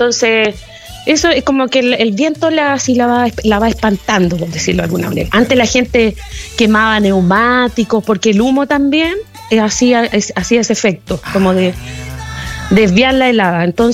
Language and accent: Spanish; La Cruz, Valparaíso, Chile; los que somos de la Cruz